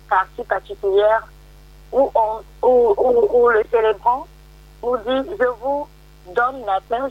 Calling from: Abidjan, Côte d’Ivoire; Depuis Rivera Faya.

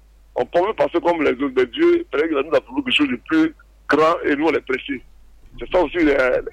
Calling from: Toumodi, Bélier, Côte d’Ivoire; Oui, depuis Toumoudi. Je suis à Toumoudi.

